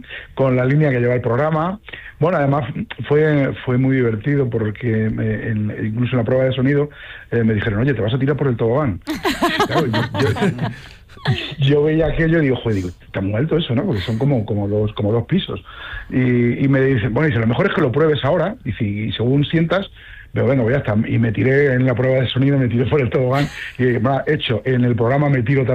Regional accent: Daimiel, Castilla-La Mancha, Spain; born there; un queso manchego de mi pueblo, de Daimiel

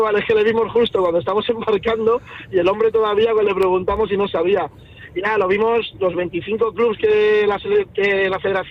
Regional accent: Spain

